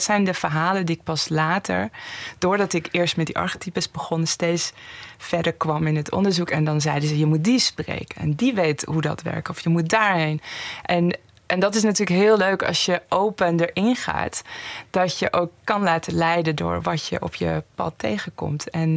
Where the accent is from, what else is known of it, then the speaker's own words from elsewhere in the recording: Tehran, Tehran Province, Iran; now in Netherlands; Ik had nog nooit in een kleine gemeenschap gewoond. Ik kom zelf uit Teheran, ik heb altijd in grote steden gewoond.